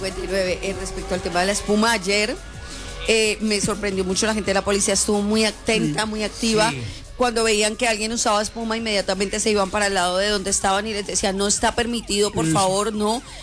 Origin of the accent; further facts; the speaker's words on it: Colombia; yo soy colombiana.